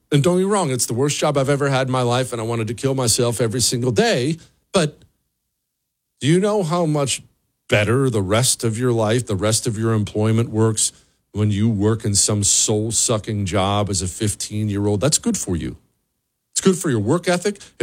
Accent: Bozeman, Montana, United States; I grew up in Bozeman, which was small back then. It's way bigger now and kind of got ruined, but small back then.

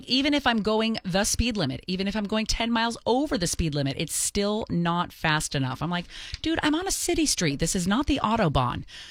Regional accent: Bay Area, California, United States; now in Burbank, United States; I'm from the Bay Area. I moved to LA. I live in Burbank.

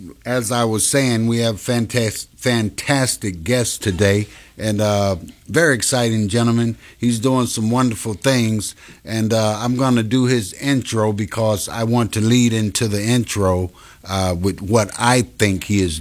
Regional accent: Chicago, Illinois, United States; When I grew up in Cabrini Green, it was just beautiful.

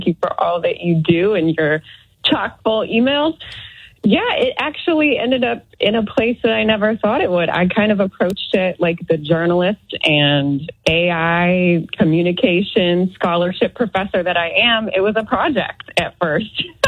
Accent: New York, United States; He had some ties here and I do too. I'm from New York.

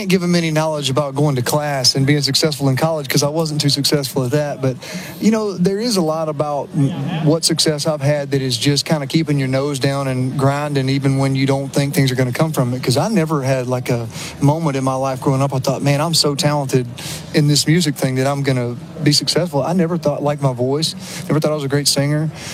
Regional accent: Alabama, United States; from Alabama. I was a hometown guy for all those years.

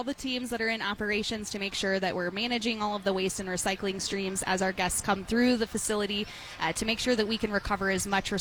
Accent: Elkhart, Indiana, United States; also born or lived in South Bend; now in Indianapolis, United States; So we live in Indianapolis, but I grew up in Elkhart.

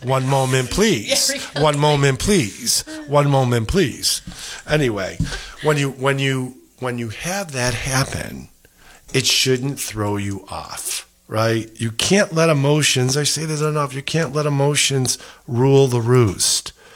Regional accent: Rochester, United States; I'm here in the Rochester office, back to my hometown where I was born and bred

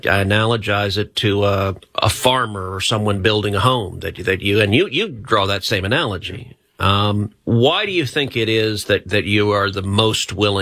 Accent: Texas, United States; All right, now as a Texan, that makes me happy.

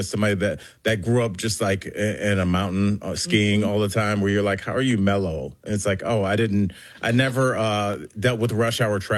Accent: Cleveland, Ohio, United States

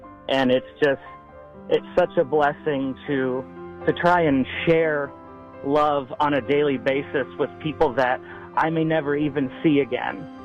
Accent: Fort Myers, Florida, United States; I go to Fort Myers, my hometown. I got to have dinner with my dad

